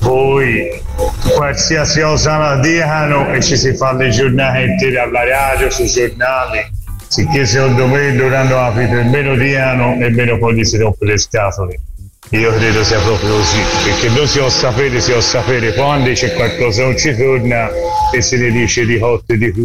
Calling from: Venturina, Tuscany, Italy; Venturina.

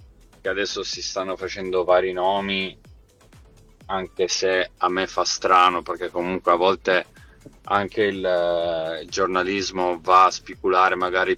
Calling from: Turin, Piedmont, Italy; da Torino

